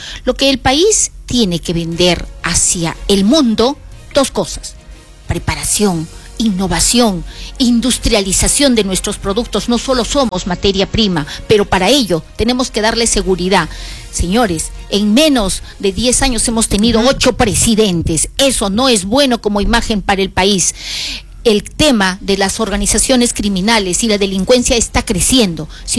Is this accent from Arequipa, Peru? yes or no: yes; Arequipa, Peru; soy arequipeña al 100% y sureña de corazón.